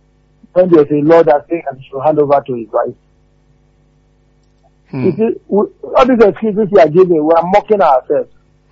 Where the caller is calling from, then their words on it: Olugbo, Nigeria; calling you from Olugbo.